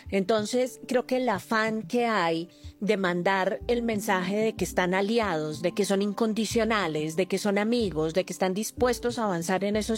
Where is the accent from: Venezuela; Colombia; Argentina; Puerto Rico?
Colombia